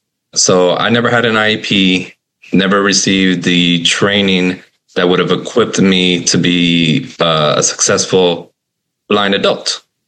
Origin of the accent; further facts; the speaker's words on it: Miami, Florida, United States; I'm from Miami, Florida.